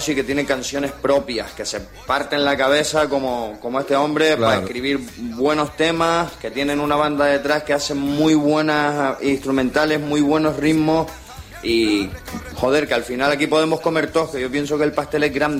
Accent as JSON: {"language": "Spanish", "region": "Canary Islands", "country": "Spain", "said": "porque como buen canario, yo soy el primero al que le gusta ir a una fiestita"}